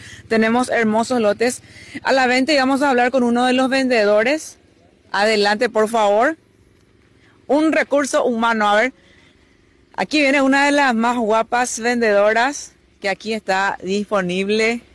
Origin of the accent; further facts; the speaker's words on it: Carapeguá, Paraguarí, Paraguay; yo soy de Carapeguá